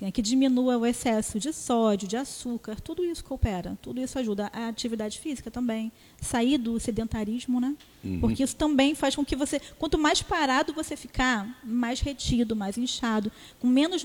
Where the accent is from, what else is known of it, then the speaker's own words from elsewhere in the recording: Niterói, Rio de Janeiro, Brazil; now in Cabo Frio, Brazil; Eu sou de Niterói, mas eu estou aqui em Cabo Frio há quase 18 anos.